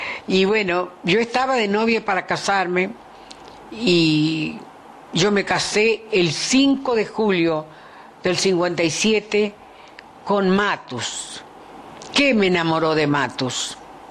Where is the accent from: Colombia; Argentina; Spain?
Argentina; Le digo, ¿cómo voy a abrir yo? Yo soy argentina.